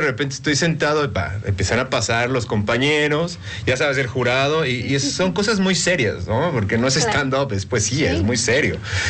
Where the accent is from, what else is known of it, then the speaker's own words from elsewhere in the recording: Mexico City, Mexico; born there; also born or lived in Macuspana, Tabasco; O sea, yo nací en DF, pero al año y algo me...